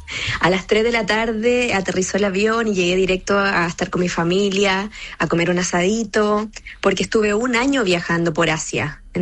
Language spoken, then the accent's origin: Spanish; Chile; moved away; also born or lived in New Zealand / Denmark / Germany / Austria; Salí de Chile en el año 2017, estuve viviendo en Nueva Zelanda 5 años, luego me fui a Europa, viví en Dinamarca, Alemania y Austria